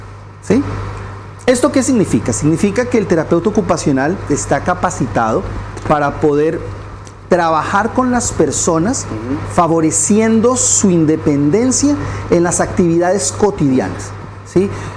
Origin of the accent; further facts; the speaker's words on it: Cali, Valle del Cauca, Colombia; moved away as an adult; now in Paraguay; Yo soy colombiano.